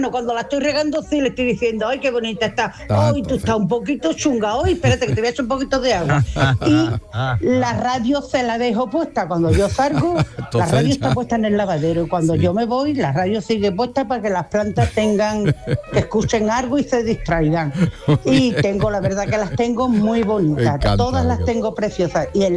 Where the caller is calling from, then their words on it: Jerez de la Frontera, Andalusia, Spain; de Jerez.